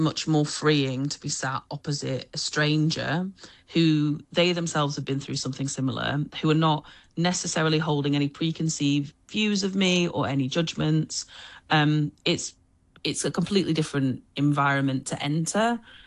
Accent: Oldham, North West England, United Kingdom; moved away as an adult; now in Hong Kong; I'm from the north of England. I'm from a small town called Oldham, which is on the outskirts of Manchester.

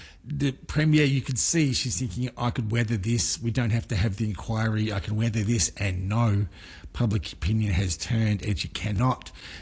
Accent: Melbourne, Victoria, Australia; born there; I was born in Melbourne.

